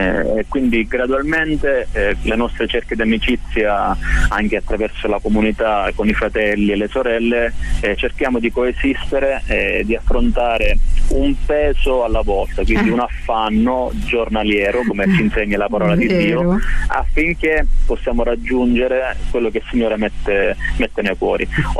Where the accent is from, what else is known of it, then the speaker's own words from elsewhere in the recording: Acireale, Sicily, Italy; now in Udine, Italy; Io sono originario di Acireale, sì, e faccio parte, come appena detto, di una famiglia cristiana evangelica.